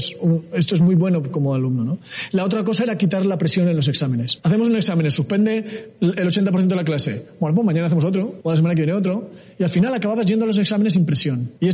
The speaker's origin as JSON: {"language": "Spanish", "town": "Logroño", "region": "La Rioja", "country": "Spain", "said": "no había informática en Logroño, de donde yo soy"}